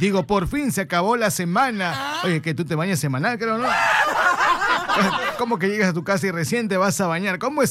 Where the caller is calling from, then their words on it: Villa El Salvador, Lima, Peru; de Villa El Salvador, Smith, buenos días.